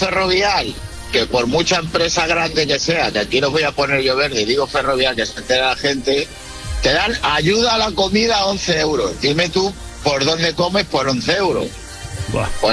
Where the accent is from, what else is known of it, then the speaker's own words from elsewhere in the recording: Puertollano, Castilla-La Mancha, Spain; A ver, yo en mi pueblo, en Puerto Llano, como sabrás, hay una refinería.